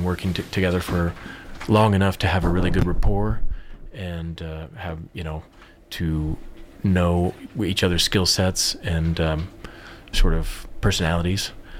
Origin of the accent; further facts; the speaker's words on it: Topeka, Kansas, United States; now in Columbia, United States; I'm from Kansas originally, Topeka, Kansas.